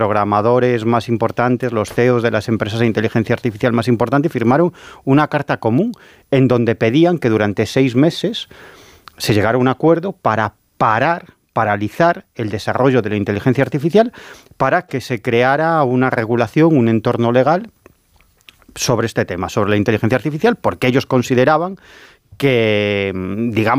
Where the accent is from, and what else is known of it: Galicia, Spain